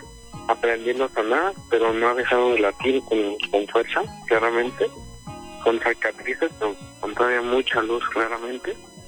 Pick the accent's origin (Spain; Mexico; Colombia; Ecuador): Mexico; Ecatepec, State of Mexico; Porque yo, por ejemplo, yo trabajo por la Ciudad de México, yo soy del Estado de México, de aquí de Catepec.